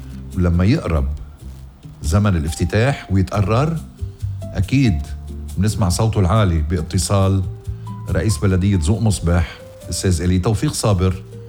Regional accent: Lebanon; accent: Lebanese; بلغتنا اللبنانية، بلهجتنا اللبنانية

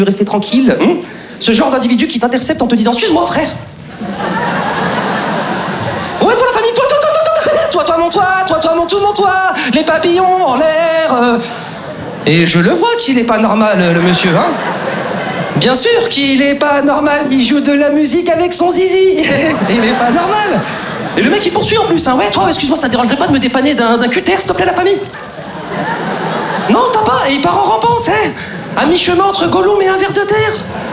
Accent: Lyon, Auvergne-Rhône-Alpes, France; now in Paris, France; Moi, comme beaucoup d'entre vous, les amis, je suis originaire de province, je suis originaire de Lyon. Et c'est vrai qu'avant de m'installer sur Paris, j'avais des petites appréhensions sur cette ville, tu vois.

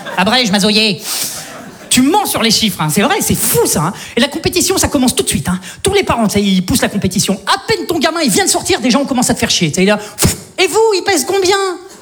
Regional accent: Saint-Étienne, Auvergne-Rhône-Alpes, France; Tu vois, moi, je viens de Saint-Etienne. Tu vois. Globalement, chez nous, t'as faim, tu prends une arbalète, tu vas chasser, ça s'arrête là, quoi.

